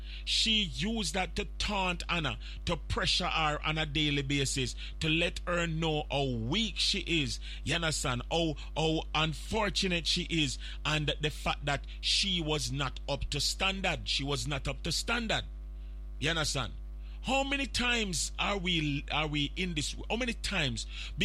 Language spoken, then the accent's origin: English; Jamaica; Because you know we as Jamaican, we leave off the H, right?